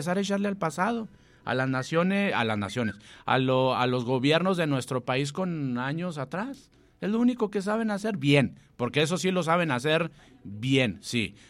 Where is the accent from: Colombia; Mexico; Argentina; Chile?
Mexico; Nosotros como mexicanos.